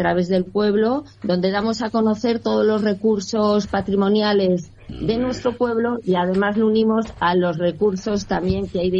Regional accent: Castile and León, Spain; Somos Montes Torozos, pero es que estamos en las estribaciones en de medio. Los Montes Torozos.

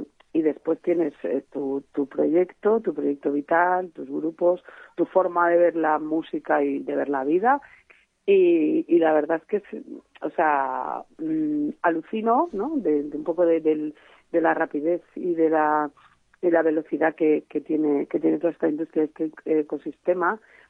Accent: Segorbe, Valencian Community, Spain; que yo soy de Segorbe, de Castellón

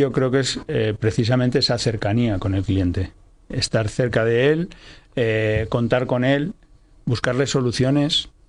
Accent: Spain; born there; moved away; also born or lived in Madrid

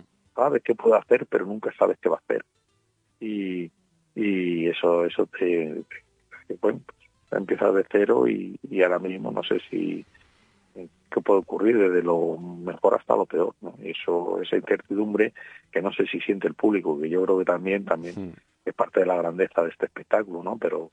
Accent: Salamanca, Castile and León, Spain; also born or lived in Fuenlabrada; Bueno, yo nací en Fuenlabrada, pero y me crié en Fuenlabrada, pero pasé aquí en Salamanca desde

